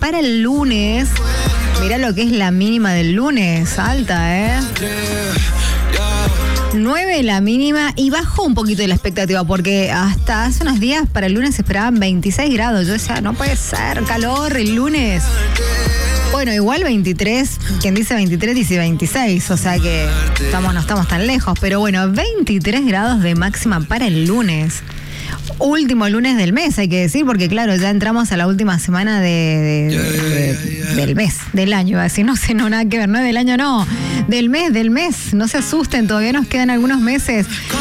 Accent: Mendoza, Argentina; accent: Mendocino tonadita; nosotros somos de Mendoza, somos mendocinos, por si no se nos nota, seguramente que sí, porque dicen que los mendocinos tenemos un cantito, yo no me lo noto, sinceramente no noto el cantito mendocino

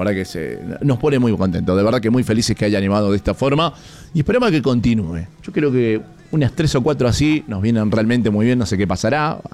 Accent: Mendoza, Argentina

